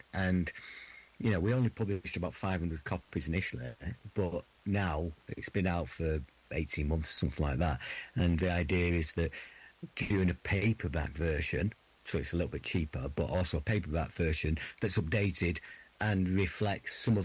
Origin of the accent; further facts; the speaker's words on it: Hyde, North West England, United Kingdom; So I when I grew up, I lived on Hattersley. I spent the first sort of 18 years of my life living in Hattersley.